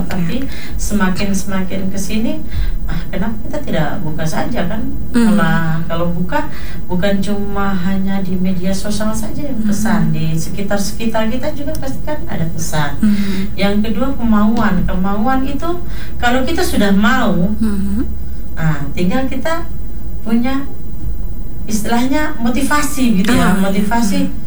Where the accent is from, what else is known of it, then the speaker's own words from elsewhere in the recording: Papua, Indonesia; Kalau kita orang Papua bilang mulut macam mau terbakar.